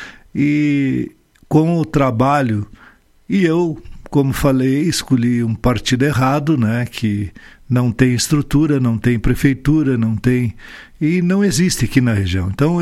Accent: Monte Alegre dos Campos, Rio Grande do Sul, Brazil; now in Vacaria, Brazil; Mas Monte Alegre é minha terra, né?

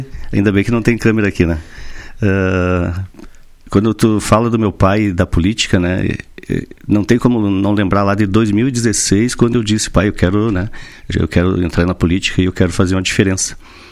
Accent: Vacaria, Rio Grande do Sul, Brazil; Vacaria, minha terra que eu amo

